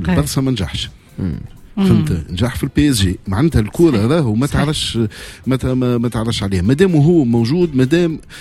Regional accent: Tunisia; انا شنو نقول كتونسي نتمناو خليل يعمل لنا البالماريس

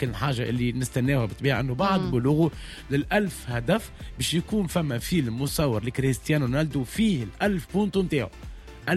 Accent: Tunisia; موجودة عندنا في تونس

